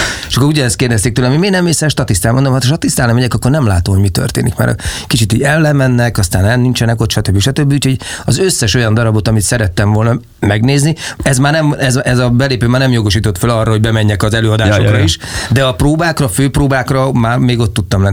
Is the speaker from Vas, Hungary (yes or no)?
no; Szeged, Csongrád-Csanád, Hungary; én szegedi vagyok